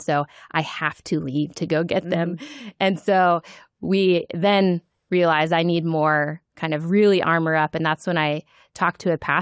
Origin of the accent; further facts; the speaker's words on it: Virginia Beach, Virginia, United States; So I'm from Virginia Beach, where Regent is.